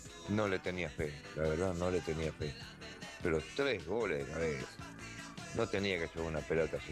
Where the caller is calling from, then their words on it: Florencio Varela, Buenos Aires Province, Argentina; de Florencio Varela